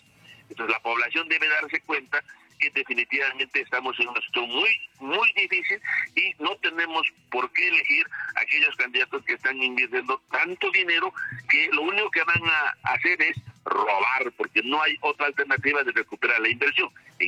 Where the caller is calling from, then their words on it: Acomayo, Rondocan district, Cusco, Peru; Yo soy Acomaíno, distrito de Rondoca.